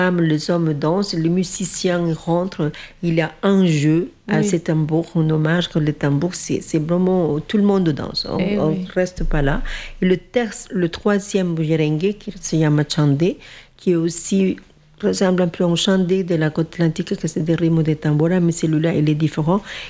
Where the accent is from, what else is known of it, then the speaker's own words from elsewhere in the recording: Colombia; colombien, le mouvement que nous avons pour danser ces rythmes-là, il est assez propre de chez nous